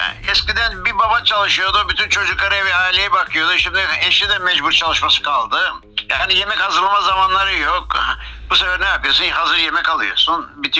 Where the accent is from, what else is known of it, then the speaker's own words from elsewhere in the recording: Xanthi, Eastern Macedonia and Thrace, Greece; moved away as an adult; now in Germany; Vallahi 38 sene beri Almanya'dayım. İskeçen Kırköy'ünde doğdum, Ova Köylü'nden.